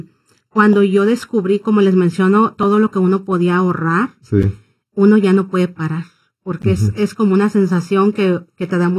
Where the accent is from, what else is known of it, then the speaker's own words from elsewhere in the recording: Tonatico, State of Mexico, Mexico; now in Waukegan, United States; yo soy de México, del Estado de México, un, sí, lugar que se llama Tonatico.